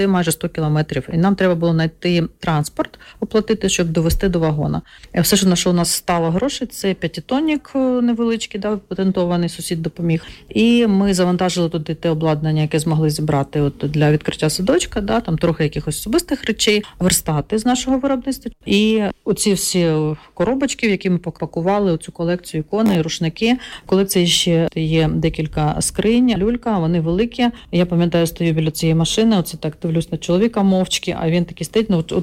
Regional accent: Tyumen Oblast, Russia; also born or lived in Kramatorsk, Ukraine; Я народилася в Краматорську, коли мені було 5 років, мої батьки поїхали в Тюменську область на заробітки. І, відповідно, забрали мене туди. 9 класів, закінчувала в школі там.

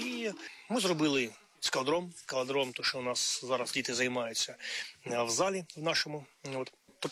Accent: Kherson, Kherson Oblast, Ukraine; moved away as an adult; now in Cherkasy Oblast, Ukraine; Я сам з Херсона, вчився на третьому курсі універа

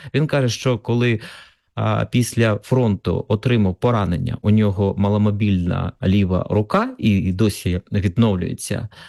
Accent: Kharkiv, Kharkiv Oblast, Ukraine; now in Lviv, Ukraine; а я зараз від 22-го року мешкаю у Львові, так склалося, хоча, Галю, ви знаєте, що я сам

